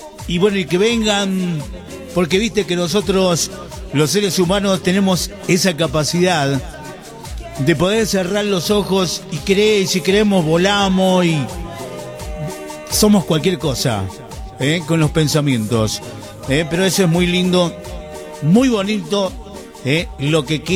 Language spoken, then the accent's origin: Spanish; El Quebrachal, Salta, Argentina; nosotros lo que somos de Quebrachal